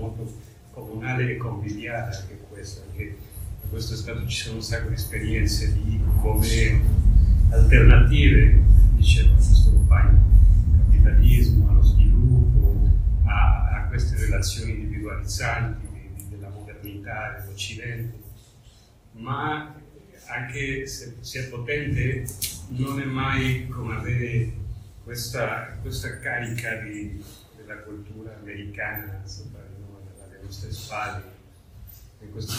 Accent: Mexico; io vengo dal Messico, lì la realtà, diciamo, nordamericana degli Stati Uniti è molto presente nel senso della salute mentale

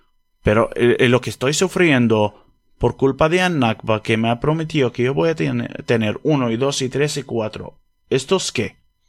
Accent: Palestine; Imagínate que yo he nacido como lo demás, palestino, normal, con mis derechos, con mi tierra, con mi casa, con lo que sea, ¿no?

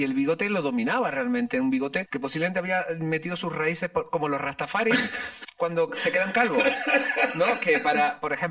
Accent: La Palma, Canary Islands, Spain; al menos yo lo que recuerdo mucho en La Palma, desde donde yo soy

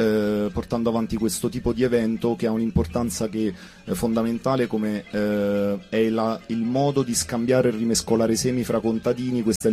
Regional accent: Campania, Italy; io vengo dalla provincia di Salerno

